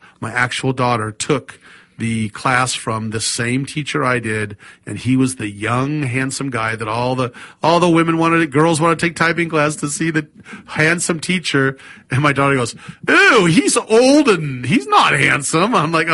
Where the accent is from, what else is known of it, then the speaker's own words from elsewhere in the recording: Sacramento, California, United States; I grew up in Sacramento. Back when it was, you know, those newer houses in the early 60s, and they were building these new houses, and then there was these farms on the outside.